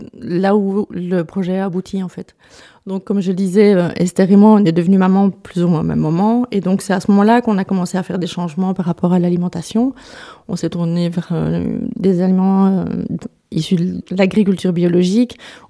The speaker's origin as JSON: {"language": "French", "town": "Namur", "region": "Wallonia", "country": "Belgium", "said": "Alors non, moi je suis namuroise, pure souche."}